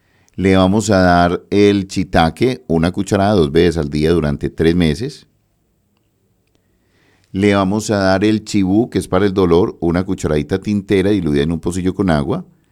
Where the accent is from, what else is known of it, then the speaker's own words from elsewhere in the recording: Colombia; born there; Ah, pues usted vive en San Martín, pero ¿le da pereza subir ahí por donde yo nací?